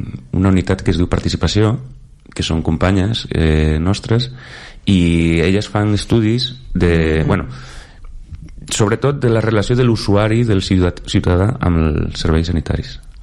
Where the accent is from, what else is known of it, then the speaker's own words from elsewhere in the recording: Galicia, Spain; Catalan is a second language; now in Catalonia, Spain; a la part de la costa, que és on soc jo, que es parla més ràpid i més com bailando